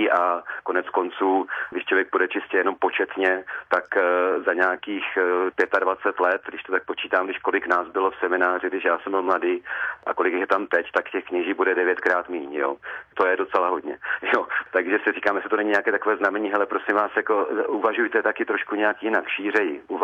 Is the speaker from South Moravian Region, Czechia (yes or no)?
yes; Brno, South Moravian Region, Czechia; A já samozřejmě, protože jsem rodilý Brňák, tak a Koinotes je má jako jasné brněnské kořeny, tak já jsem se s tím setkával už od svého mládí.